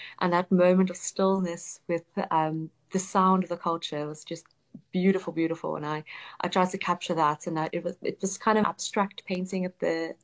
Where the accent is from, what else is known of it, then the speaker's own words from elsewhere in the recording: South Africa; Even though I grew up in South Africa, it's always that question of sense of belonging.